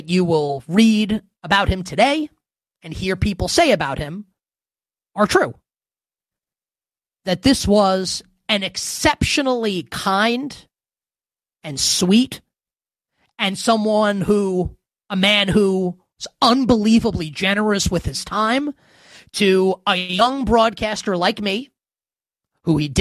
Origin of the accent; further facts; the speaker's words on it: New York, United States; and I grew up in New York, and I've been living in New York almost my entire life, you know, 25 years now this fall, since my freshman year at Fordham in 2001.